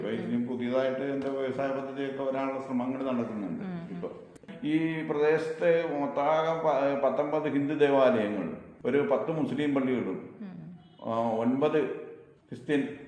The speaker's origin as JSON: {"language": "Malayalam", "town": "Kanjiramattam", "region": "Kerala", "country": "India", "tie": "born or raised there", "said": "ഞാൻ കാഞ്ഞിരമറ്റം സ്വദേശിയാണ്."}